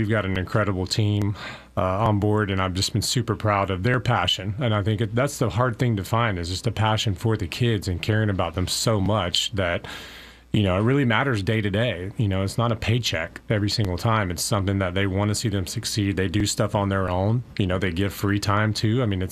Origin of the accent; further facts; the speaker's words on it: Rome, United States; born or raised there; moved away as an adult